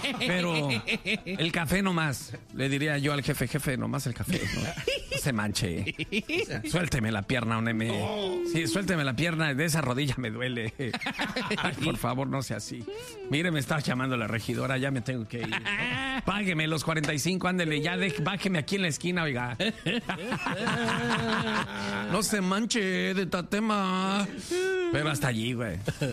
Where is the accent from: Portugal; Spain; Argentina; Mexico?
Mexico; now in United States; Yo soy de México, yo no soy de Estados Unidos.